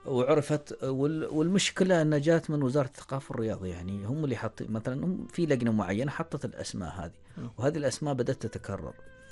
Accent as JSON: {"language": "Arabic", "country": "Oman", "said": "عندنا في عمان"}